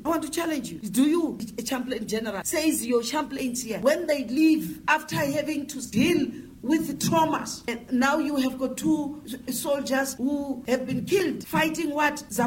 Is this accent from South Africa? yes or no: yes; South Africa